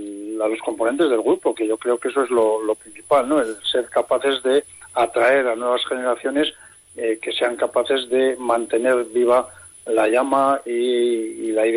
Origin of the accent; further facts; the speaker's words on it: La Rioja, Spain; Es cierto que somos los riojanos en ese sentido quizá un poco tímidos, ¿no?